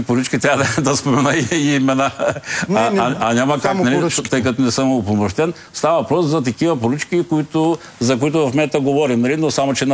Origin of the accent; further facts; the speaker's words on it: Razgrad, Razgrad Province, Bulgaria; moved away as an adult; now in Sofia, Bulgaria; Ние с вашия колега сме от Разград и аз, например, когато преди 32 години пристигнах в София